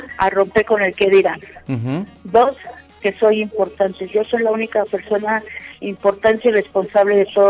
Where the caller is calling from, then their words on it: Ecatepec, Morelos, Mexico; Ahorita desde Ecatepec, pero normalmente te escucho de Ecatepec.